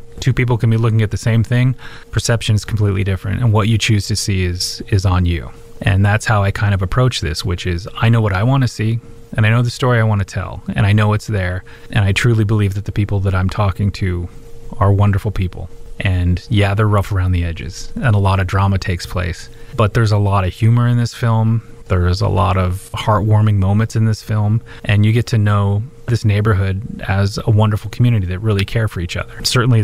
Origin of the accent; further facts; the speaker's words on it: Des Moines, Iowa, United States; I grew up on the East Side.